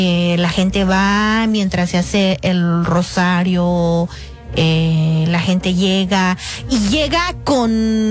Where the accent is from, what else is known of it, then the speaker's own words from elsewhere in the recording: Oaxaca, Mexico; Pues básicamente... digo... en mi pueblo.